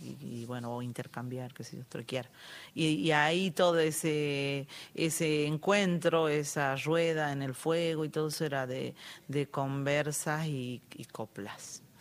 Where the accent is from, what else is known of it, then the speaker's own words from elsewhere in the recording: Angastaco, Salta, Argentina; De San Carlos, de Angastaco, soy yo.